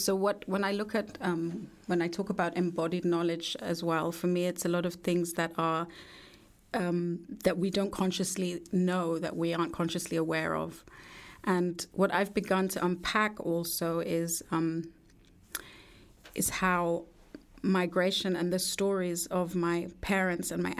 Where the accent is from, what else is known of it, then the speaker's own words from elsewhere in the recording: London, United Kingdom; now in Vienna, Austria; So I grew up in the UK. I grew up in London. Mm-hmm. I was born in London. My mom's from Austria. My dad is from Nigeria, is Igbo.